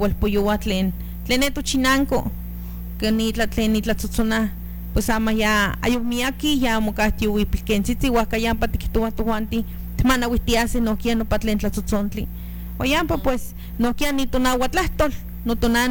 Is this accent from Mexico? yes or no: yes; Mexico; first language Nahuatl; Spanish is a second language; Y pues mi abuela, que siempre me hablaba en náhuatl, en nuestra lengua materna, y pues esa fue la primer, como le diría el boom, de que yo pudiera hablar el náhuatl, porque precisamente fue mi lengua materna